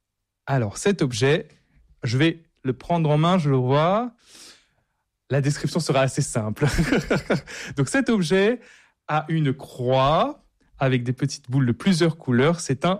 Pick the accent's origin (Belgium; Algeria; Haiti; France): France; Réunion; moi je suis de La Réunion